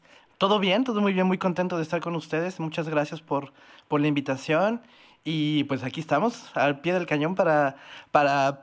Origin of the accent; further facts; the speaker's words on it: Mexico; Y yo, sí, soy mexicano. Oh, wow, qué padre. Entonces, yo me daba cuenta que muchas veces por ser mexicano se me abrieron puertas